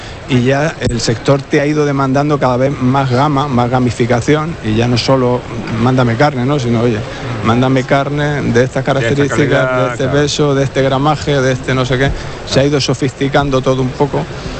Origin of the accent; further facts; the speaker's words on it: Toledo, Castilla-La Mancha, Spain; moved away as an adult; also born or lived in Menasalvas; now in Canary Islands, Spain; nosotros somos una familia de Toledo que tenemos fincas en Ciudad Real, tenemos campo, el origen es un origen ganadero, una familia humilde y ganadera de una zona, de un pueblo pequeño que se llama Menasalvas